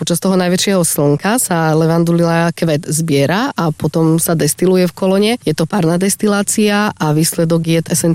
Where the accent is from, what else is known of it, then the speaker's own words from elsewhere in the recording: Michalovce, Košice Region, Slovakia; moved away as an adult; Ja som Michalovčanka.